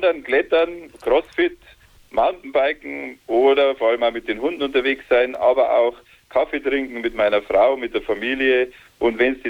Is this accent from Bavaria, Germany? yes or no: yes; Nabburg, Bavaria, Germany; now in Rottal-Inn district, Germany; Geografisch bin ich ja ein Oberpfälzer, Niederbayer, fühle mich in Rott und Kolbach aber zu Hause und pflege aber auch weiterhin meine Wurzeln in die Nappburger Heimat, wo meine Eltern und mein Bruder wohnt.